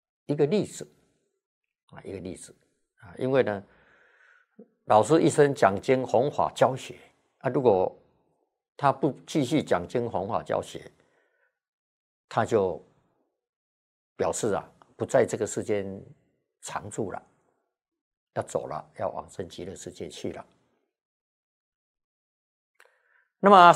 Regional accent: Taiwan; 我们在台湾讲台语

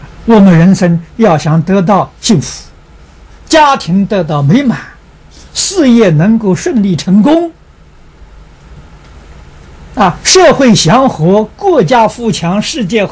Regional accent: China

